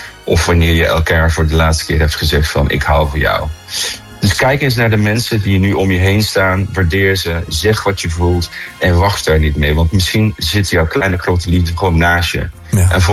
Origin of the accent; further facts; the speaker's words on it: Italy; Ja, ik ben Italiaan, hè.